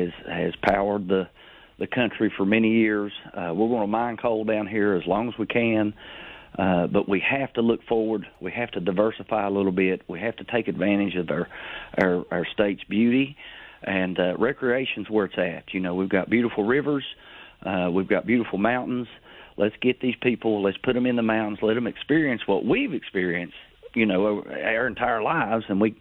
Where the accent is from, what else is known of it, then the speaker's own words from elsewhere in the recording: West Virginia, United States; we especially in southern West Virginia, our small towns, I mean, that's what makes our communities, it's just, I don't know how to explain it. I mean, I would not want to live anywhere else, and the hospitality down here is wonderful.